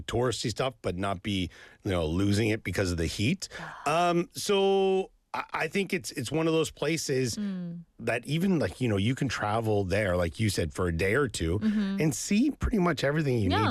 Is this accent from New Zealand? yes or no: no; Canada; now in South Korea; we live in Korea. I'm originally from Canada